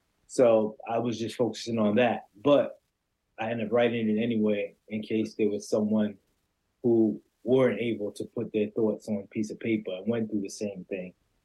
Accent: New York City, New York, United States; now in Connecticut, United States; I'm married. I'm from Queens, New York. I have 2 siblings, brother and sister. My parents immigrated from Guyana, which is in South America. I recently went there for the first time about 2 months ago.

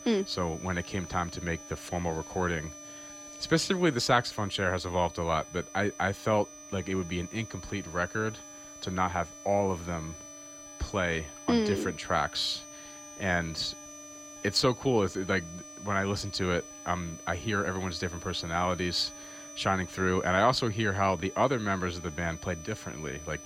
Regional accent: Philadelphia, Pennsylvania, United States; moved away as an adult; now in New York City, United States; I met all of them growing up in Philadelphia.

